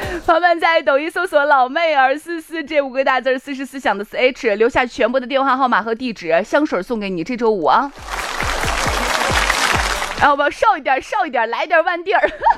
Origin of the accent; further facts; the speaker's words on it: Shaanxi, China; 我们陕西人不到万不得已绝不吃挂面。